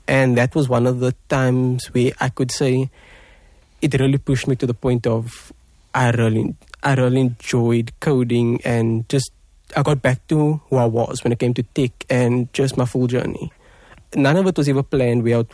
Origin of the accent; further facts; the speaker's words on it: South Africa; Because it is an important day, especially in our country. As a South African, it's one of the days where you can't just say, oh, it's another holiday.